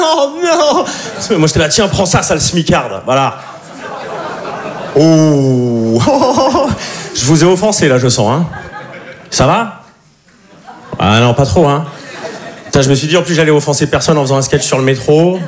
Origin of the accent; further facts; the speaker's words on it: Switzerland; Enfin, vous me voyez comme un provincial. Parce que je suis suisse, sauf que moi, j'ai du pouvoir d'achat.